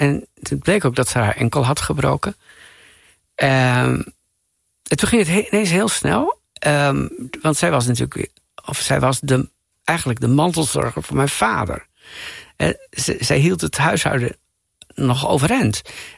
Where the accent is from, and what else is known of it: Assen, Drenthe, Netherlands; born or raised there